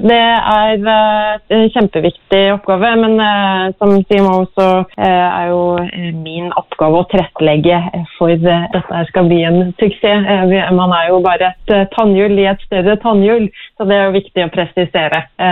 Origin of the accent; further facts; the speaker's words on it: Kragerø, Vestfold og Telemark, Norway; Så jeg kommer jo fra Kragerø som er sommerby